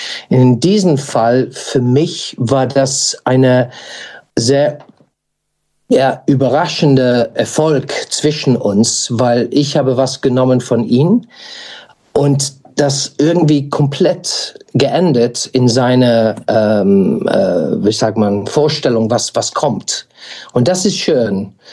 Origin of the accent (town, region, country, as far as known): United Kingdom; German is a second language